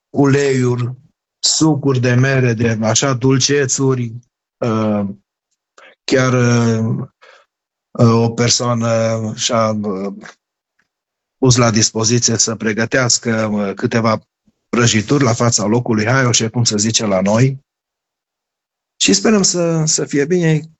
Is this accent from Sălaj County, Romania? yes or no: yes; Sălaj County, Romania; ceea ce ne caracterizează zona noastră, zona ardelenească, zona transilvaneană.